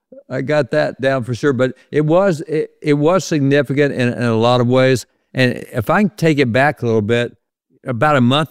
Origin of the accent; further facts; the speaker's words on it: Texas, United States; Now, as a Texan, I was looking for a jacket or something.